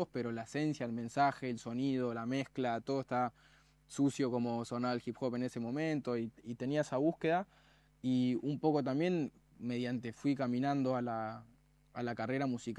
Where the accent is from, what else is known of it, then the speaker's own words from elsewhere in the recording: Buenos Aires, Argentina; Era como yo soy de la Comuna 4 y ya fue.